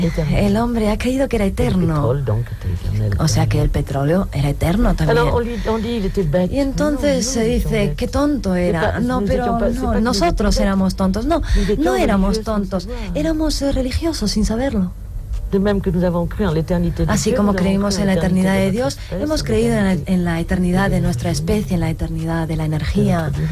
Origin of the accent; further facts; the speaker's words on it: Vietnam; Spanish is a second language; moved away as an adult; now in France; Yo llegué a Francia a los 18 años. Hablé vietnamita tan bien como el francés durante toda mi infancia. A los 18 años me dijeron que tenía que ir a Francia y que yo era francesa. Y desde entonces ya no volví nunca allí.